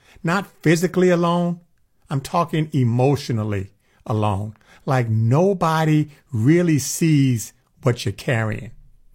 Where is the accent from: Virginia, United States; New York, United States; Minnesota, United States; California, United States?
New York, United States; New York City; Even as a young kid growing up in New York City, you know, where life is fast, life is hard